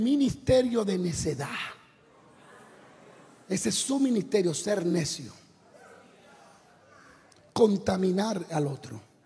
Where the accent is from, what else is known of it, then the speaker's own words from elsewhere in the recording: Dominican Republic; Yo soy dominicano.